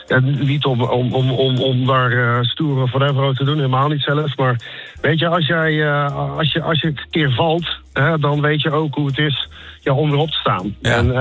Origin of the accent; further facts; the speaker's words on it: Waalwijk, North Brabant, Netherlands; we zijn een schuchtere Brabantse jongen, inderdaad, geboren en getogen in Waalwijk.